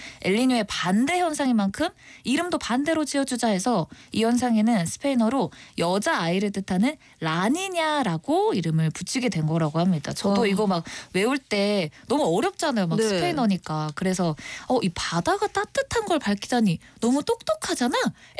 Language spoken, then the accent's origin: Korean; South Korea; 제가 토종 한국인이라